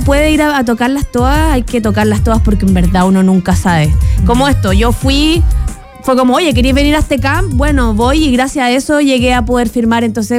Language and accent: Spanish; Chile; accent: Chilean; now in Mexico; siento que no dejando de hablar como chilena